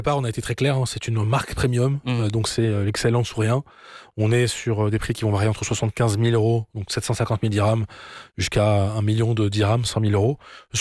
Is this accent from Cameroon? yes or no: no; Morocco; now in France; Moment historique, inoubliable en tant que Marocain, ou ce Marocain du monde. On est en France. Loin du Maroc au départ, avec juste les vacances d'été